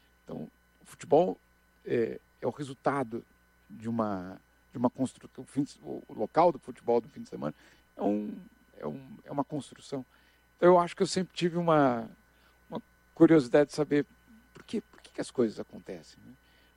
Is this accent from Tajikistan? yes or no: no; Brazil; É, eu sei que eu sou brasileiro. Eu só tenho passaporte brasileiro. Então eu tenho certeza que eu sou brasileiro.